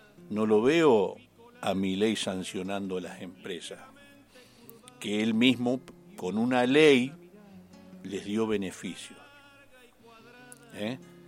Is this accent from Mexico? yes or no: no; Argentina; Como argentino me causa vergüenza.